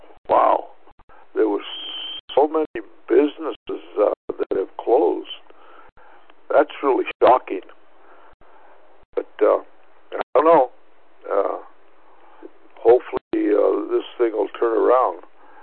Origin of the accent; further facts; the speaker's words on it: Los Angeles, California, United States; moved away; I grew up in West LA, in that area.